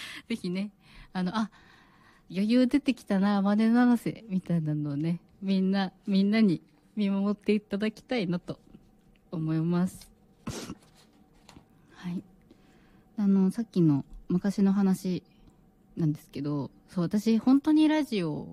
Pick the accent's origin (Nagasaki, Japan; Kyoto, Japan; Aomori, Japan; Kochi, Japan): Aomori, Japan; moved away; まだ私実家というか地元の青森にいたんですけども